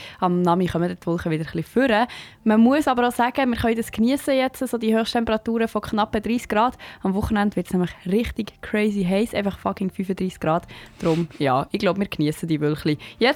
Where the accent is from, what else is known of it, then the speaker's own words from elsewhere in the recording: Lucerne, Switzerland; als Luzernerin